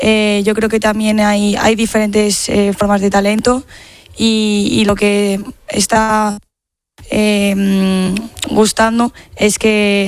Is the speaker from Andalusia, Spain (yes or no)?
no; Madrid, Community of Madrid, Spain; Eso es, yo soy de Madrid.